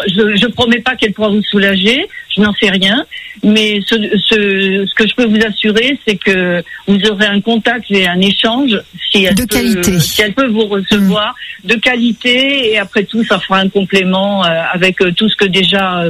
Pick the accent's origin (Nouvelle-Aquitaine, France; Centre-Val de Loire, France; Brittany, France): Nouvelle-Aquitaine, France; Sarlat; Monsieur qui est de Gramat, voilà, moi je suis de Sarlat